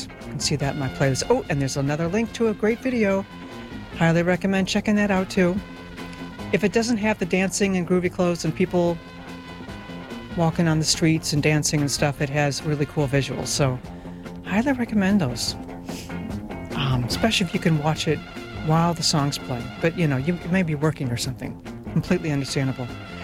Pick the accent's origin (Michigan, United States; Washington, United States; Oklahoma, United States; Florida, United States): Michigan, United States; Detroit; born there; And I'm from Taylor, Michigan. I actually was born in Detroit.